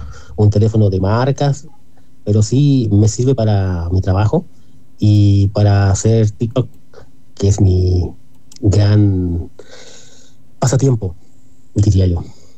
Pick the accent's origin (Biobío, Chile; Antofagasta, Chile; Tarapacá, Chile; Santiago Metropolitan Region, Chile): Biobío, Chile; Los Ángeles; now in Chillán, Chile; esta noche ya podré viajar a mi ciudad natal, que es Los Ángeles.